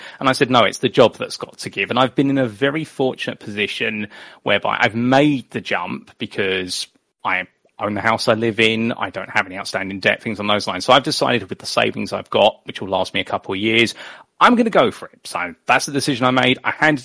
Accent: United Kingdom; born or raised there

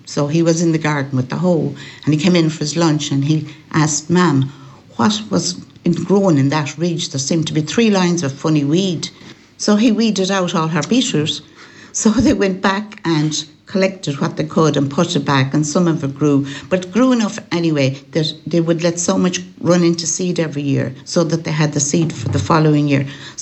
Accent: Bundara, County Galway, Ireland; born or raised there; also born or lived in Tuam

